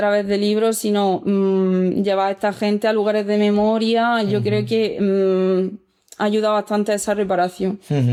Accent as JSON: {"language": "Spanish", "town": "Talará", "region": "Andalusia", "country": "Spain", "said": "en mi pueblo en Talara"}